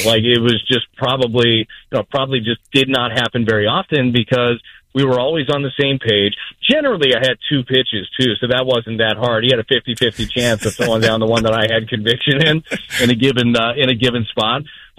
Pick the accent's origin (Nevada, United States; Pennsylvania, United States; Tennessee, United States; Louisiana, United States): Nevada, United States; Las Vegas; I was a kid from Vegas, so relatively St. Louis-wise, I knew nothing about St. Louis.